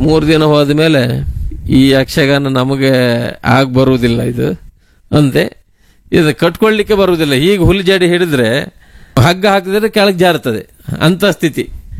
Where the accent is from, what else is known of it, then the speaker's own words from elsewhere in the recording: Karnataka, India; ಗೆಂಡದ ಹೈಗುಳಿ, ಅಲ್ಲಿ ನಮ್ಮ ಮನೆ ಹತ್ತಿರ ಅದು